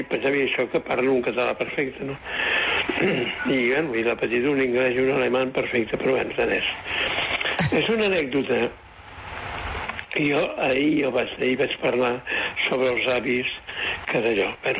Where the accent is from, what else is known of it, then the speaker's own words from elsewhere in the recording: Vic, Catalonia, Spain; No, jo soc de Vic, com sabreu